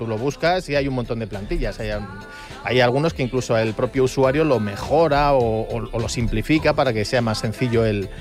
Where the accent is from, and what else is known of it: Spain